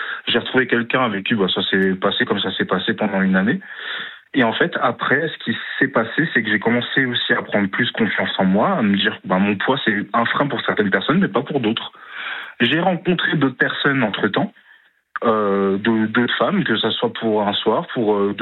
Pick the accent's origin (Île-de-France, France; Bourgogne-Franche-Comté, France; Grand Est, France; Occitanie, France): Grand Est, France; Moi, je suis d'Alsace et ma copine, elle est de Vendée.